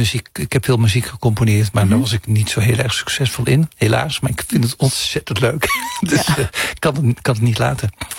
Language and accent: Dutch; Heerlen, Limburg, Netherlands; Ik kom uit Zuid-Limburg, uit Heerlen.